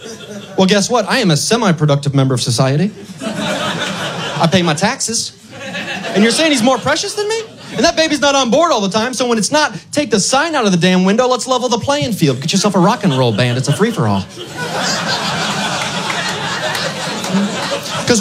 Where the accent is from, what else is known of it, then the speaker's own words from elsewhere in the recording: Honolulu, Hawaii, United States; I come from Honolulu.